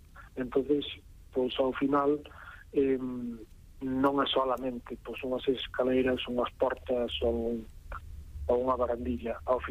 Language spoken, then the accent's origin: Galician; Santipián, Galicia, Spain; foi un dos que fixen aquí na miña terra, en Santipián, na Mariña.